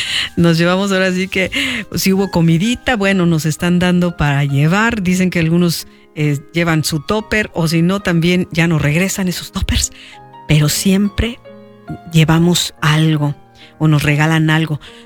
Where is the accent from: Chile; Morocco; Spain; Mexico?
Mexico; also born or lived in Xochimilco, Mexico City; esa es una de las tradiciones de nosotros como mexicanos